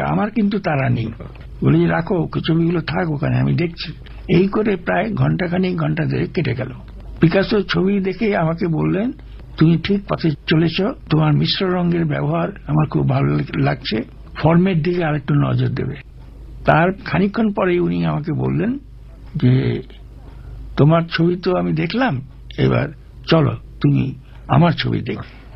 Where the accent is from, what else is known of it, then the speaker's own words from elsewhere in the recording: Kolkata, West Bengal, India; তো আমি বললাম যে আমি কলকাতার লোক।